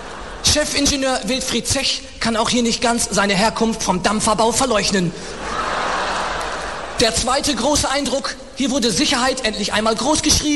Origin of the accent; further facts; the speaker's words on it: Northern Germany, Germany; Ich komme also aus dem Norden Deutschlands. Viele von Ihnen wissen nicht, dass wir auch bei uns unsere eigene Automobilindustrie haben.